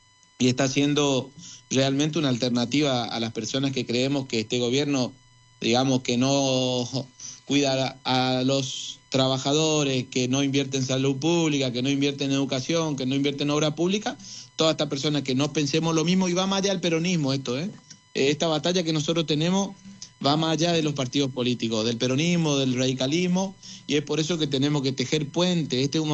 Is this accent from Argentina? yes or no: yes; Corrientes, Argentina; Nosotros somos gauchos. Nosotros somos gente de Alpargata que trabajamos todos los días para que cambie nuestra provincia